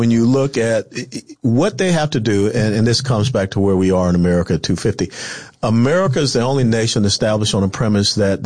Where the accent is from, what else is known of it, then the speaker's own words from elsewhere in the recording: Georgia, United States; moved away as an adult; So even though I grew up in Georgia, I went to the University of Tennessee and got my commission in, through Army ROTC.